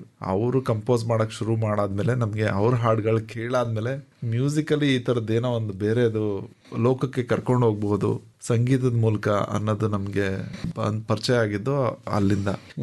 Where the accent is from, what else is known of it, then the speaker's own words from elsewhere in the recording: Srirangapatna, Karnataka, India; born there; ಬಾಲ್ಯ, ನಾನು ಹುಟ್ಟಿದ್ದು ಶ್ರೀರಂಗಪಟ್ಟಣ. ನನಗೆ ಅದೊಂಥರ ವಾತಾವರಣನೇ ತುಂಬ ಖುಷಿ ಕೊಡುವಂಥ ಜಾಗ ಅದು ನನಗೆ.